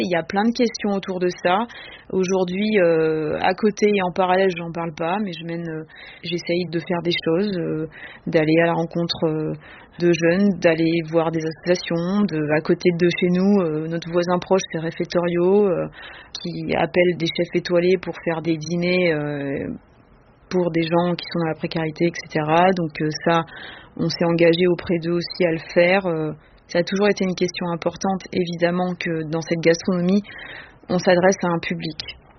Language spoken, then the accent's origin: French; Gabon; moved away as an adult; en étant née au Gabon, en ayant grandi là-bas, passé 18 ans en Afrique